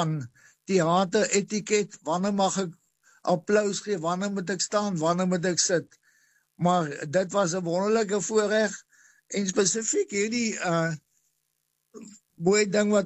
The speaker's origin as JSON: {"language": "Afrikaans", "region": "Western Cape", "country": "South Africa", "tie": "born there", "moved": "yes", "lives_now": "Hartenbos, South Africa", "said": "Ek is gebore op die plaas Kimmelkrans. Dis naby Harelsbaai. So 3 km van Harelsbaai af. Ek is daar gebore en sommer op die plaas ook."}